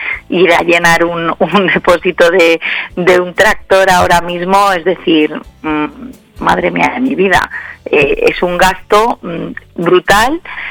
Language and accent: Spanish; Palencia, Castile and León, Spain